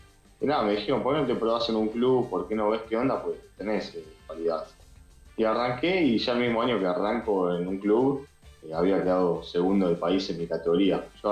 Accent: Monte Grande, Buenos Aires Province, Argentina; Yo soy de Monte Grande, pero practicaba también en un club de acá de Monte Grande.

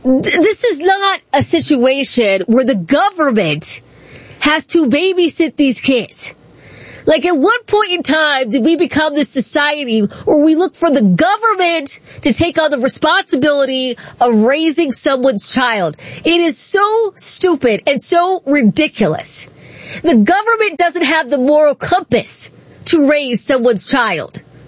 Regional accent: Accokeek, Maryland, United States; I grew up in Accokeek, Maryland. That's where we were.

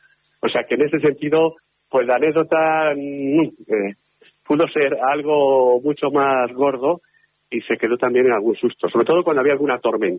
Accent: Tomelloso, Castilla-La Mancha, Spain; es la segunda parroquia que se crea de Tomelloso, con lo cual, pues puedo decir que en mi pueblo

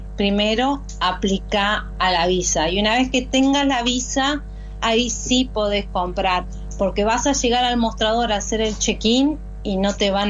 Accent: Entre Ríos, Argentina; moved away; Sí, yo que vengo de Entre Ríos, te podrás imaginar que canciones de hay un chamamé de Concordia que es muy lindo

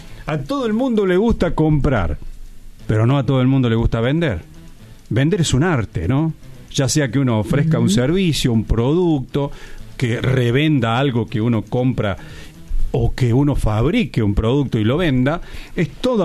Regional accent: Córdoba, Argentina; Yo soy de Pueblo Colón, señora, allá en la parte sur de Córdoba. En lo que viene a ser la famosa seccional 12, ahí éramos todos peronistas, ¿no es cierto?

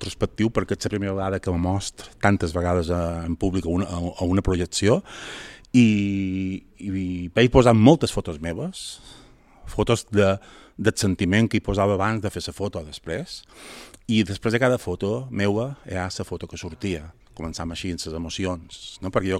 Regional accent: Llubí, Balearic Islands, Spain; estava en un grupament d'escolta de Mallorca, jo som mallorquí, som de Llubí, estava en un grupament de Palma

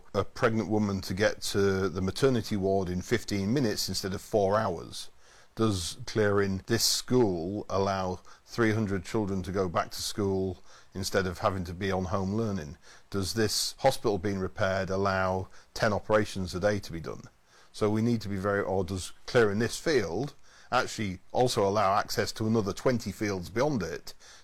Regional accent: United Kingdom; Being a Brit

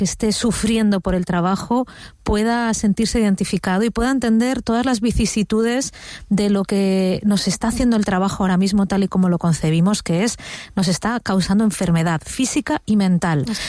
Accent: Madrid, Community of Madrid, Spain; born there; Yo nací en Madrid, pero mi padre es de Málaga y mi madre era de Almería

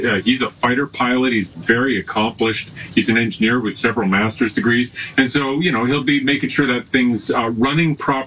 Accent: Edmonton, Alberta, Canada; I'm from Edmonton.

